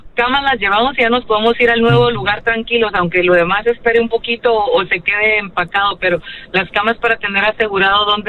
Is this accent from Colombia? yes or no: no; Guatemala; Ah, qué bueno, de Guatemala.